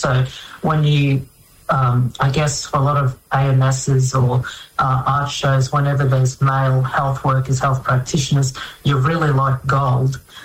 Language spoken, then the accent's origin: English; Bundaberg, Queensland, Australia; I grew up in Bundaberg, my hometown.